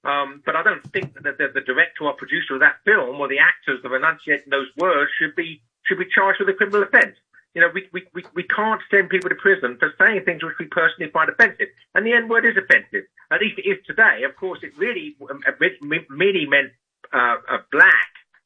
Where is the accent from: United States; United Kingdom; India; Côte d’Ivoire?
United Kingdom; England; I was sentenced to prison for editing a magazine in England, my native land, as you can tell from my accent.